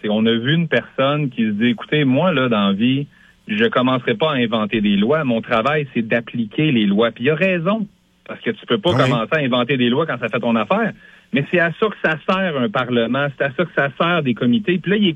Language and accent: French; Quebec, Canada; en tant que Québécois, en tant que Canadiens